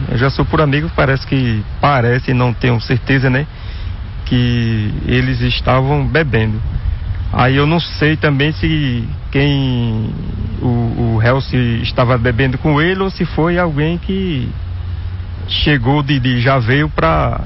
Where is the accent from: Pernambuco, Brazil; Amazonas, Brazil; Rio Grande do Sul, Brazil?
Pernambuco, Brazil; Carpina; now in Pesqueira, Brazil; Eu sou natural de Carpina.